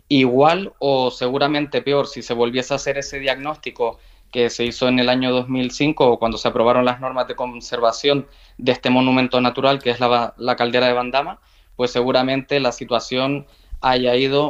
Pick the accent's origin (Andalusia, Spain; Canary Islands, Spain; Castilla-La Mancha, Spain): Canary Islands, Spain; Santa Brígida; born there; yo soy de allí, de Santa Brígida, y llevo yendo a la caldera desde que era un niño